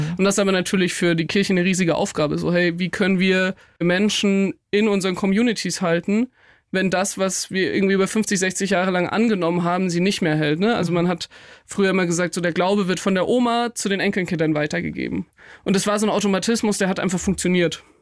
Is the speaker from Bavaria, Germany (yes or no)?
yes; Nittenau, Bavaria, Germany; Ich meine, ich bin in Nittenau aufgewachsen, es ist wirklich mitten im Bayerischen Wald, also in der Oberpfalz.